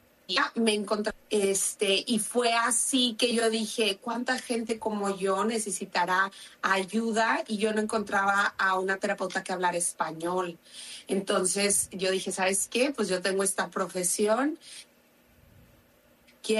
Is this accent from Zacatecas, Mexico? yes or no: no; Monterrey, Nuevo León, Mexico; moved away as an adult; also born or lived in Spain; now in United States; Yo pensaba que mi vida iba a ser en Monterrey, de donde soy, que iba a poder ahí desarrollarme en el área de psicología